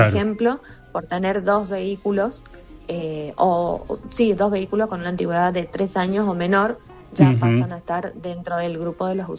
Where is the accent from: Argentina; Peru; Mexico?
Argentina; Mendoza; nosotros como mendocinos